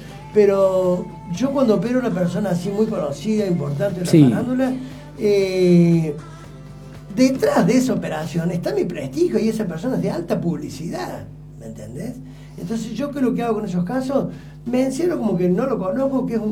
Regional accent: Jesús María, Córdoba, Argentina; moved away; teníamos una clínica en Jesús María. Mi pueblo de origen, al cual amo.

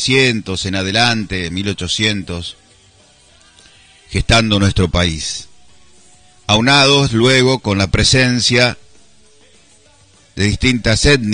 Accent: Argentina; como argentinos que somos

